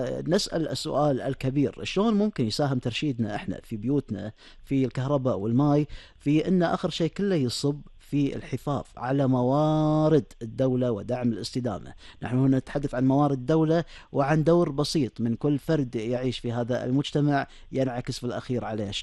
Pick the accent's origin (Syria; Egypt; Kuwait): Kuwait; احنا كبرنا معاها كأجيال في الكويت